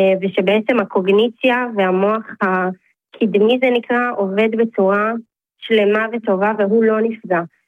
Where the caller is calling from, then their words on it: Mevaseret Zion, Jerusalem District, Israel; אנחנו במקום עם בשרת ציון.